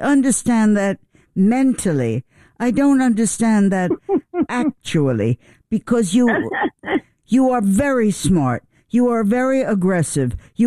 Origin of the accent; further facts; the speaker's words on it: New York City, New York, United States; My parents met in New York City. I was born in New York City. They probably had sex in New York City. I went to school in New York City.